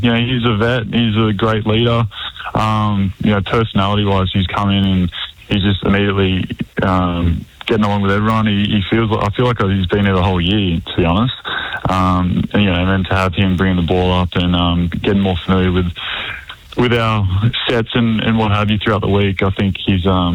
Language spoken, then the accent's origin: English; Sydney, New South Wales, Australia; moved away as an adult; I'm from Sydney